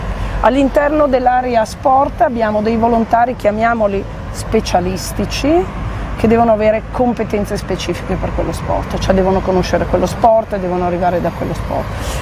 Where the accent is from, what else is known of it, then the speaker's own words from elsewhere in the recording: Imperia, Liguria, Italy; Io sono di Imperia.